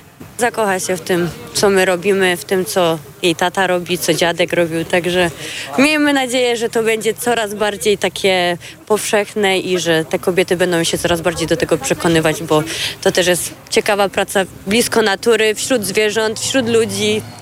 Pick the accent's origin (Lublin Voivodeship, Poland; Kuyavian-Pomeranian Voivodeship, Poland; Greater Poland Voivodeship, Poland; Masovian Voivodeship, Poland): Greater Poland Voivodeship, Poland; moved away as an adult; now in Podhale, Poland; Ja też pochodzę z Wielkopolski